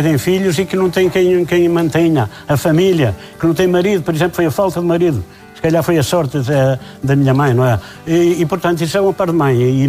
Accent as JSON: {"language": "Portuguese", "town": "Santa Maria da Feira", "region": "Aveiro", "country": "Portugal", "said": "Ora, sou de Santa Maria da Feira, para ir para Arouca"}